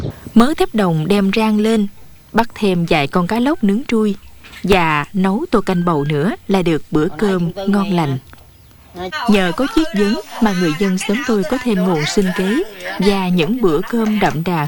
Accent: Kien Giang, Vietnam; Ở Kiên Giang quê tôi

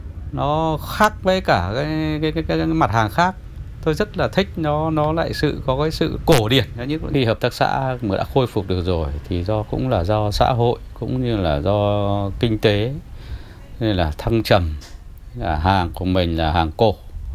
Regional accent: Hanoi, Vietnam; born there

